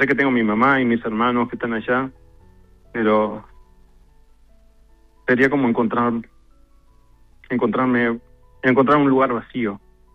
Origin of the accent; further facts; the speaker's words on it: Uruguay; que no soy el único uruguayo